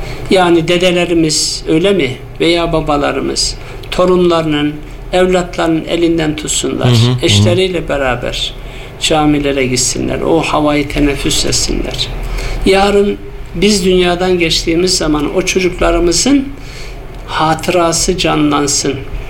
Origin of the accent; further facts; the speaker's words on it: Afyonkarahisar, Turkey; Biz de Osmanlı torunları olarak, Afyonlular olarak hatta